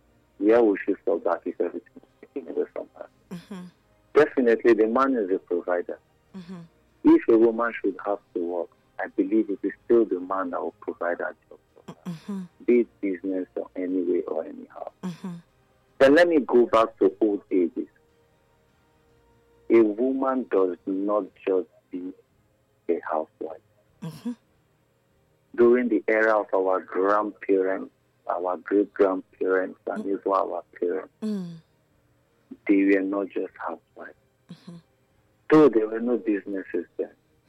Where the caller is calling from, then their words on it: Iwoba, Nigeria; calling from Iwoba.